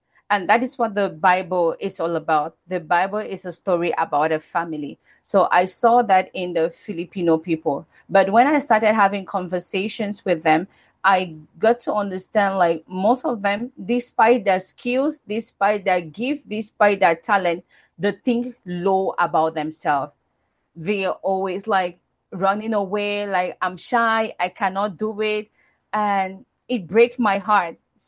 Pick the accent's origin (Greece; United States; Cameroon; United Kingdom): Cameroon; So I'm originally from Cameroon and already at the age of 15, I saw that a lot of people around me were just accepting the things that were happening to them.